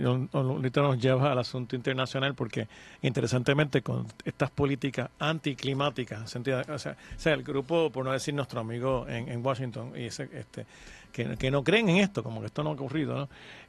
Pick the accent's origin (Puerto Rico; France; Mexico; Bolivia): Puerto Rico